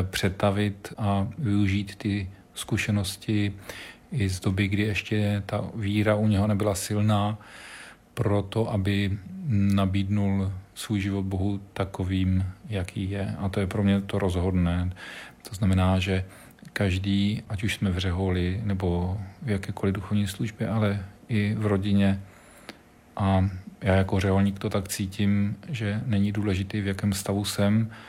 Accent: Prague, Czechia; pocházím z Prahy

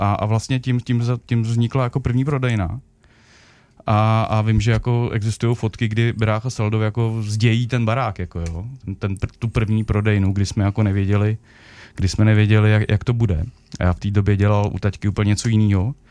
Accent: Chlumec nad Cidlinou, Hradec Králové Region, Czechia; my jsme rodáci z Chlumce, jsme na to hrdí.

